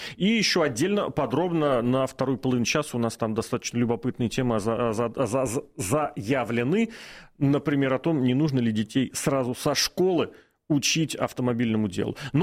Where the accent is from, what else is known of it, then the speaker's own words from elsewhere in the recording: Moscow, Russia; я из Южного Чертаново, мой район, он исторически как-то экспериментальный в плане электронных различных штук